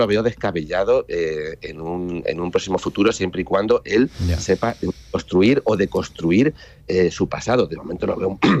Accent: Puertollano, Castilla-La Mancha, Spain; yo que soy de Puerto Llano

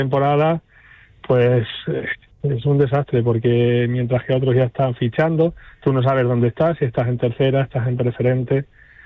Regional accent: Castilla-La Mancha, Spain; ya de por sí somos castellano-manchegos

